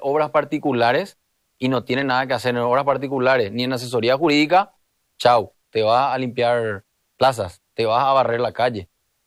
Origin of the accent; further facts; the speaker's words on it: Asunción, Paraguay; Antes que ser colorado, soy asunceno primero